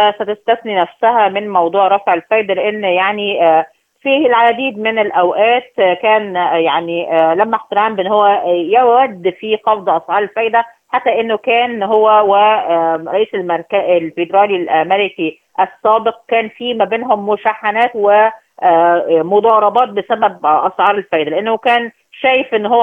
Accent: Egypt; عندنا في مصر

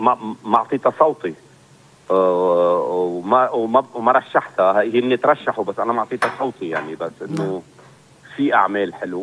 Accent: Lebanon; المجتمع اللي نحن ربينا عليه مجتمعنا اللبناني وأخلاقنا وحياتنا وتقاليدنا وعاداتنا ومفهومنا للحياة كلبنانيين

